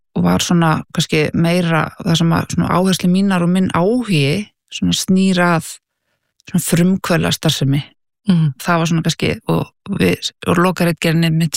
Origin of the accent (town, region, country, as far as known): Reykjavík, Capital Region, Iceland; born or raised there